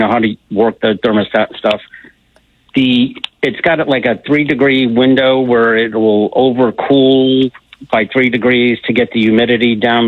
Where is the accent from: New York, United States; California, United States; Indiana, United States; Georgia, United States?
Georgia, United States; Sharpsburg; Well, neither do I, because I'm from Sharpsburg, Georgia.